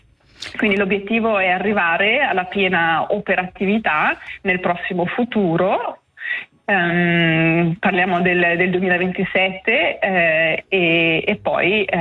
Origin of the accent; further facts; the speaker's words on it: Ticino, Switzerland; moved away as an adult; also born or lived in Locarnese; now in England, United Kingdom; Io sono nata nell'Locarnese e cresciuta nelle terre di Piedemonte in Valle Onsernone